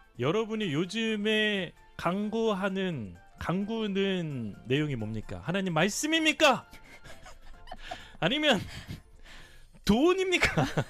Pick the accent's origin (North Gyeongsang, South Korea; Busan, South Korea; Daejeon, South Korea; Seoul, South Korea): Daejeon, South Korea; 내 고향 대전.